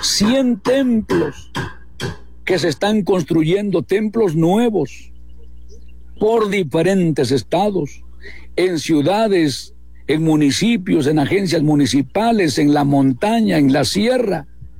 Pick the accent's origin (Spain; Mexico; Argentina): Mexico; born there; estamos viviendo en México, nacimos en México